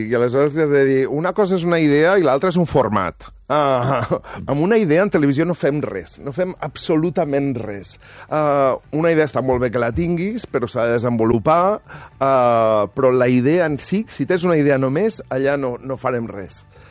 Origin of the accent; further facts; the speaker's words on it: Móra d'Ebre, Catalonia, Spain; now in Barcelona, Spain; Sí, sóc molt de Mora, sóc molt de poble, encara que faci molts anys que vinc a Barcelona. Barcelona m'encanta, però sempre seré de Mora